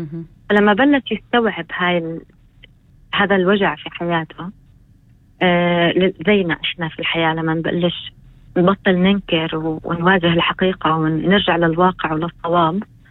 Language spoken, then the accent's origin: Arabic; Palestine; بالنسبة لنا كفلسطينيين